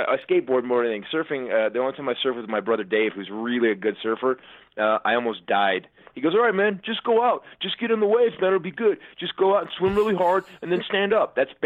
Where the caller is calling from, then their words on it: California, United States; I'm calling from California in the snow.